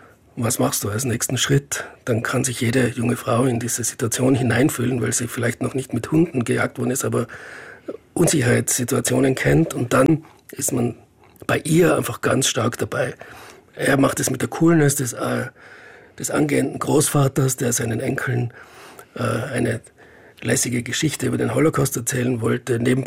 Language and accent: German; Innsbruck, Tyrol, Austria; Ja, jetzt als Innsbrucker gesprochen